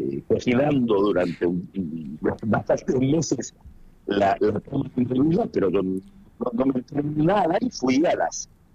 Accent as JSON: {"language": "Spanish", "country": "Argentina", "moved": "yes", "said": "Siendo un argentino que está fuera"}